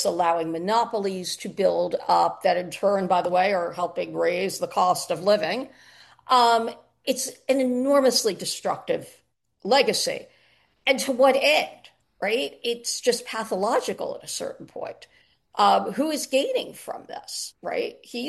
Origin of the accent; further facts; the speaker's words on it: New York, United States; now in Los Angeles, United States; I mean, I'm a New Yorker, so even though I live in Los Angeles these days, I'm still a New Yorker.